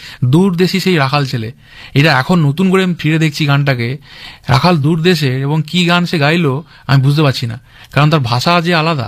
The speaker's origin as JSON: {"language": "Bangla", "region": "West Bengal", "country": "India", "tie": "born or raised there", "said": "যার বাড়ি ধরুন পুরুলিয়ায়, আমার বাড়ি সুন্দরবন, তো আমাদেরকে তো জানতে হবে"}